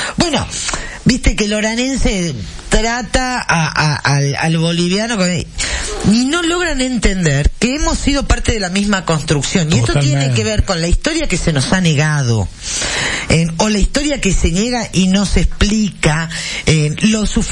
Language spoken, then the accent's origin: Spanish; Argentina; Somos un pueblo abierto a que venga cualquiera y nos gusta que así sea.